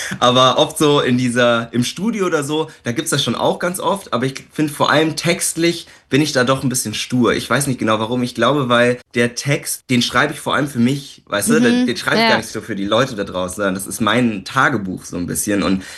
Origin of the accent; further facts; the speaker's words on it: Landsberg, Germany; now in Berlin, Germany; Ich komme ja eigentlich aus Landsberg, aus einem Dörfchen oder so ein Städtchen